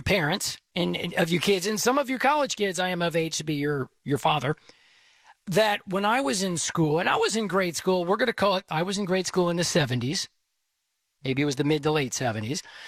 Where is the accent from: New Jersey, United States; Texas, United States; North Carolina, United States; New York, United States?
Texas, United States; I am from Texas. I am based in Texas.